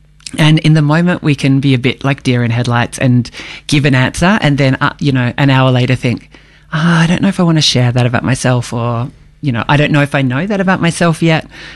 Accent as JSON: {"language": "English", "town": "Melbourne", "region": "Victoria", "country": "Australia", "tie": "born or raised there", "said": "I grew up in Melbourne, yeah, and I am 48. So I have had quite some time finding my way to who I am. But always been in Melbourne."}